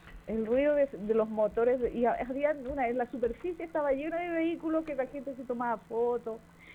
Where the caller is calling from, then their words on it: Chile; vivo aquí en Viana.